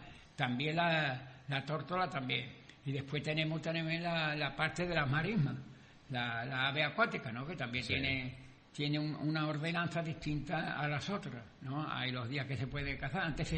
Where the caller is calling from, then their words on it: Sanlúcar de Barrameda, Andalusia, Spain; Y yo soy de Salduca